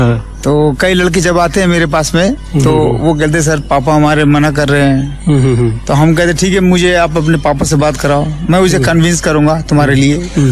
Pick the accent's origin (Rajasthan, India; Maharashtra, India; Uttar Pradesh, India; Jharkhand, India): Uttar Pradesh, India; Ayodhya; moved away; also born or lived in Kolkata; नहीं, रहने वाला तो मैं अयोध्या का हूँ।